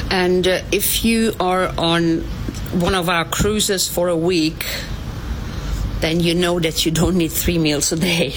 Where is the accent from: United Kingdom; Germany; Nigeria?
Germany; I am originally from Germany. Actually, from father's side, I'm Hungarian, so I'm kind of a kid of the Danube.